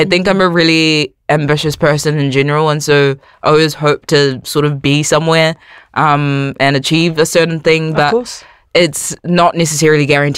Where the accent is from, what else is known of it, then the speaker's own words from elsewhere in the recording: Dunedin, Otago, New Zealand; moved away as an adult; now in Auckland, New Zealand; I grew up in Dunedin.